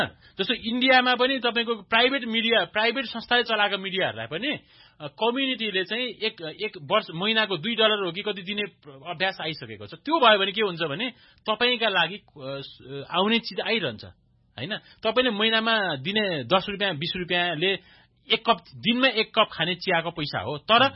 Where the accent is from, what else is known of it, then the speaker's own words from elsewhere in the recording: Damauli, Gandaki Province, Nepal; मेरै दमौली, मेरो गृह जिल्ला तनहुँमा